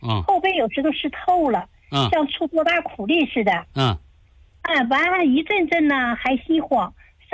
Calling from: Dandong, Liaoning, China; 我是丹东那边的。

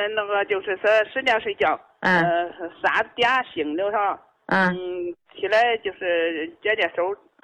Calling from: Qingzhou, Shandong, China; 我是潍坊青州

